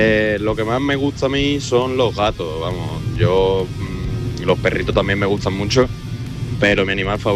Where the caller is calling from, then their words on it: Seville, Andalusia, Spain; de Sevilla.